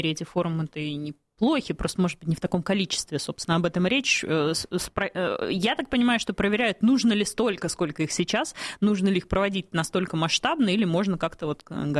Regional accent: Moscow, Russia; потому что я москвич, я здесь родилась

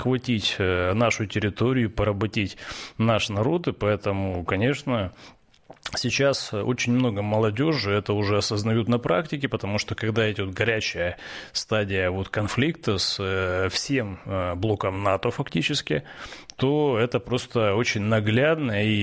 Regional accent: Kyiv, Ukraine; Я из Киева.

